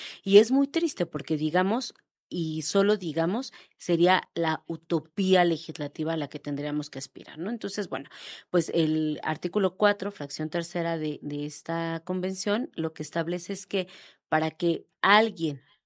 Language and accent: Spanish; Mexico